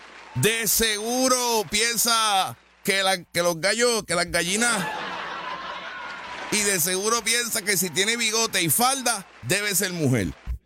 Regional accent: Puerto Rico; Y hoy en día nacimos, claro, ya somos puertorriqueños porque nacimos aquí.

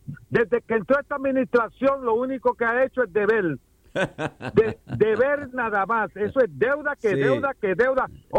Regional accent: Puerto Rico; now in U.S. Virgin Islands; yo soy nacido y criado en Puerto Rico.

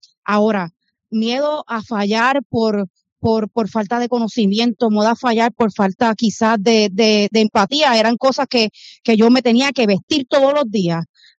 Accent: Puerto Rico

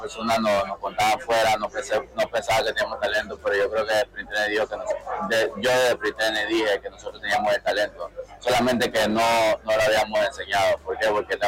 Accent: Panama; cada vez que vivo en Panamá creo que es un sentimiento diferente.

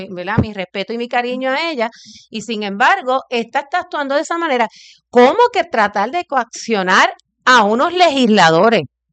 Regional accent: Ponce, Puerto Rico; born there; incluso ya se crió donde yo nací en Ponce y todo

